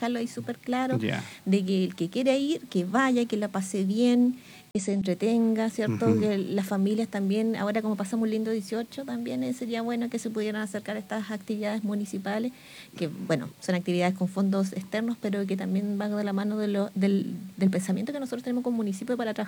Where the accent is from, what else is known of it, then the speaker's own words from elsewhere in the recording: Coquimbo, Chile; yo soy del sector del Palquibajo también